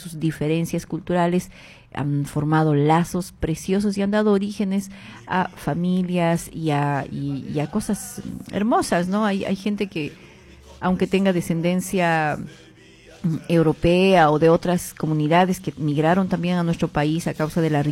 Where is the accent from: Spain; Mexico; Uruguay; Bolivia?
Bolivia